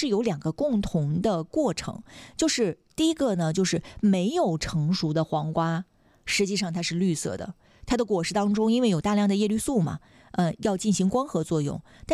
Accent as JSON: {"language": "Chinese", "country": "China"}